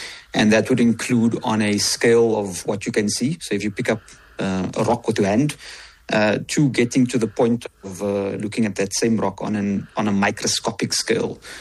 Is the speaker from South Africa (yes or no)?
yes; Cape Town, Western Cape, South Africa; I grew up in Retreat